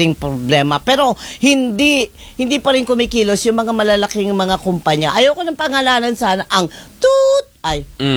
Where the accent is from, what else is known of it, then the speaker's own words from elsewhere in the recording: Parañaque, Metro Manila, Philippines; taga dyan ako sa Parañaque. Isang tumbling lang ako, taga BF ako eh.